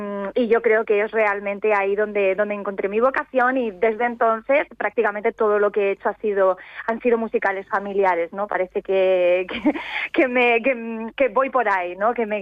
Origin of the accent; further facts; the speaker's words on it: Vila-seca, Catalonia, Spain; que era de un pueblo pequeñito, yo soy de Vilaseca, allí de Tarragona